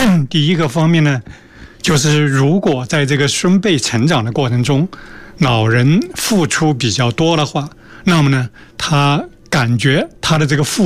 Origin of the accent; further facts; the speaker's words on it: China; 我们中国人呢，尤其是老一辈人受这个家庭本位的影响